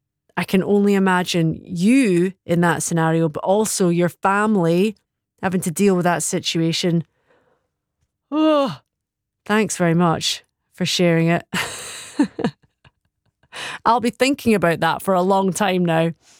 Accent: Scotland, United Kingdom

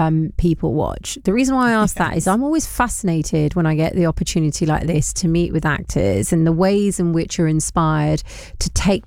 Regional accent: London, United Kingdom; as a Londoner

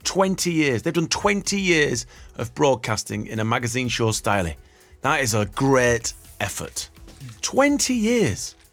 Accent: Hereford, West Midlands, United Kingdom; Vern Francois was actually born in my hometown of Hereford.

